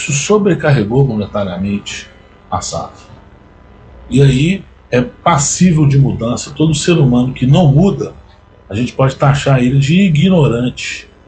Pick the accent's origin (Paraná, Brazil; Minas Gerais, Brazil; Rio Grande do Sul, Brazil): Minas Gerais, Brazil; Belo Horizonte; Somos de Belo Horizonte, somos mineiros, igual vocês.